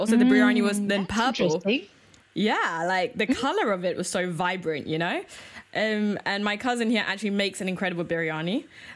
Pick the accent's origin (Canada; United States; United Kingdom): United Kingdom; born there; moved away as an adult; now in East Germany; UK born, to Singaporean Tamil parents, and to make my where are you from question even more complicated, I decided to move to East Germany